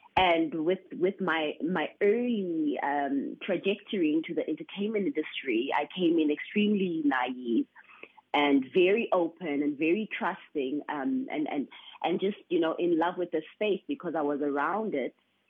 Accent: Durban, KwaZulu-Natal, South Africa; So I grew up, I was born in Durban, firstly. My mom had me in Durban and I was raised in a church, the same church that my mom was buried at. And we really lived, it's like the rural areas. I come from the rural background.

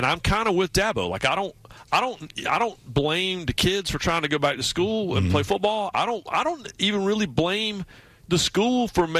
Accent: North Carolina, United States; I grew up in North Carolina.

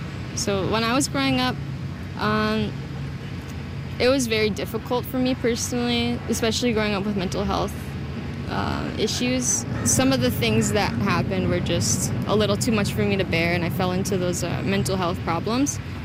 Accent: Île-à-la-Crosse, Saskatchewan, Canada; I'm from Isle of Crosse in Treaty 10 territory, northern Saskatchewan. So growing up, I kind of always worked with my hands, you know, whether that be wild rice harvesting or just being out on the land.

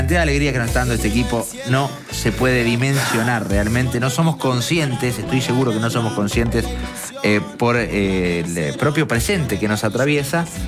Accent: Argentina

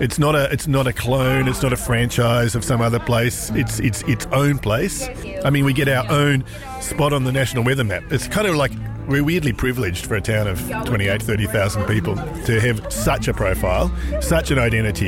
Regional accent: Alice Springs, Northern Territory, Australia; I'm from Alice Springs

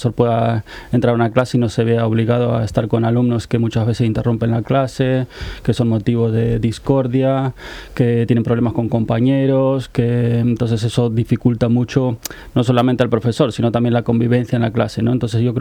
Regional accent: Cantabria, Spain; accent: Cantabrian; me extraño la lluvia cántabra. Yo soy cántabro, como puedes observar por mi acento.

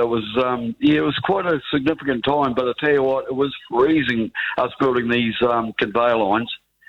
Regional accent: Dunedin, Otago, New Zealand; born there; also born or lived in Clyde; I was born in Queen Mary there in 1964.

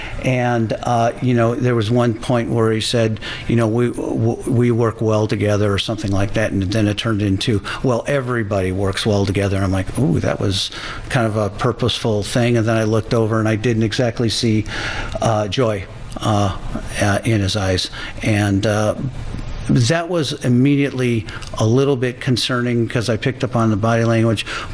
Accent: Chicago, Illinois, United States; born there

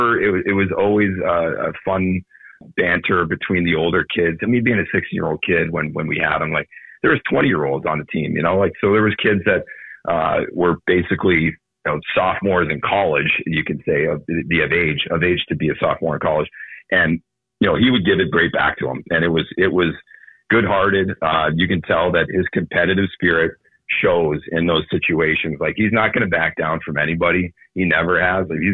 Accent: Ontario, Canada; I grew up just near Toronto.

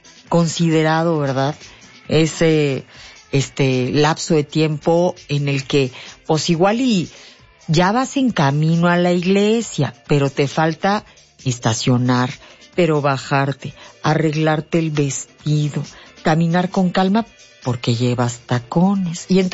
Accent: Mexico

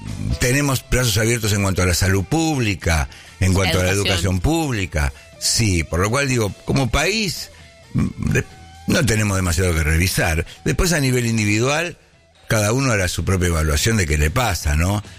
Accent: Argentina

